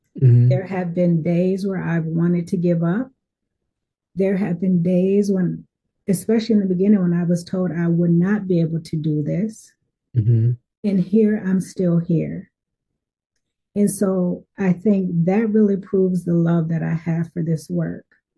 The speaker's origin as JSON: {"language": "English", "town": "St. Paul", "region": "Minnesota", "country": "United States", "tie": "born or raised there", "said": "So I grew up in St. Paul, right in what is considered the Rondo area. I graduated from Highland Park High School, went on to the University of Minnesota for a couple of years"}